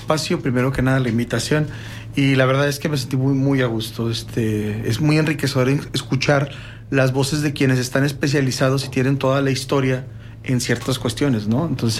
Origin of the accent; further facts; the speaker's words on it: Gómez Palacio, Durango, Mexico; yo siempre digo, soy de Gómez Palacio, no de la laguna